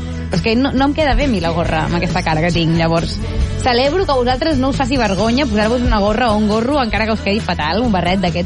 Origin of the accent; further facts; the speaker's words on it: Blanes, Catalonia, Spain; soc de Blanes. Llavors, tota la meva adolescència l'he viscut a la platja